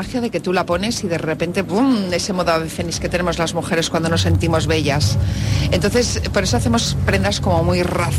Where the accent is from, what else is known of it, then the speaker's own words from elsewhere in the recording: Castile and León, Spain; also born or lived in Paris; yo vengo de Castilla y León.